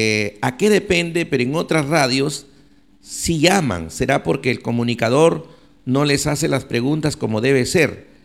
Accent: Olmos, Lambayeque, Peru; No, yo no me voy. Yo no me voy de Olmos. Es mi tierra, donde yo nací, donde he crecido, y aquí moriré.

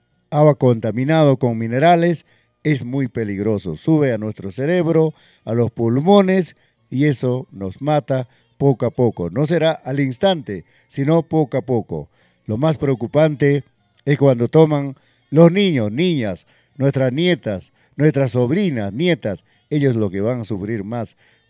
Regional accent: Huaraz province, Independencia district, Ancash, Peru; nuestra provincia de Huaraz, nuestro distrito de Independencia

